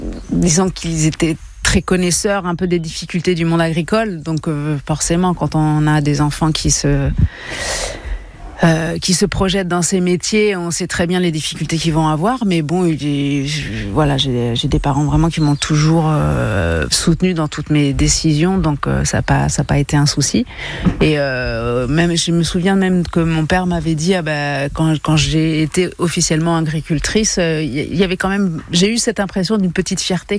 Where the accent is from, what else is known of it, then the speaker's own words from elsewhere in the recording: Centre-Val de Loire, France; Alors moi, je viens de la Sologne. Je suis née vraiment à côté du château de Chambord, c'est un mix de Normandie et de Sologne, avec une famille viticulteur et éleveur aussi en vaches laitières.